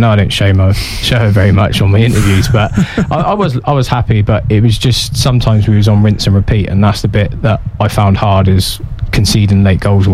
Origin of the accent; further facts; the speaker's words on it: South West England, United Kingdom; I lived in Hammer, I grew up in Hammer.